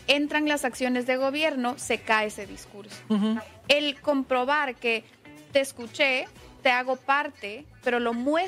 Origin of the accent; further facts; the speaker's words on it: Ecuador; also born or lived in Mexico; Sí, yo soy de Ecuador y viví un tiempo en México donde tuve mi mayor exposición política.